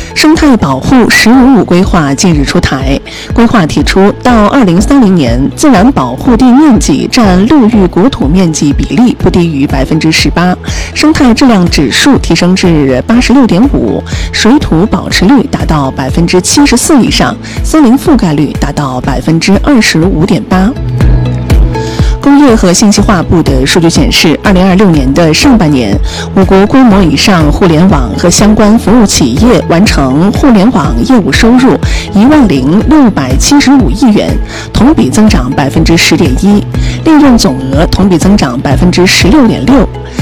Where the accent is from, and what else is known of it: Xinjiang, China